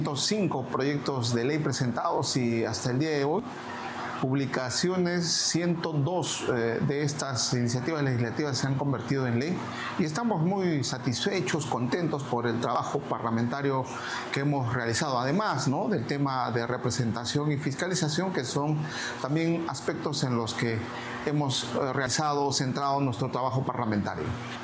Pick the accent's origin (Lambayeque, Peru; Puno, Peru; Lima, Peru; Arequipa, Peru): Puno, Peru; Ilave; en mi tierra, en ILAVE